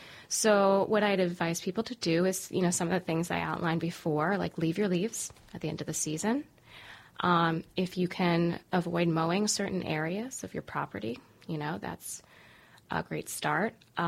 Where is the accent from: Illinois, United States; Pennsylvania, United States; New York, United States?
New York, United States; I grew up in the Catskills.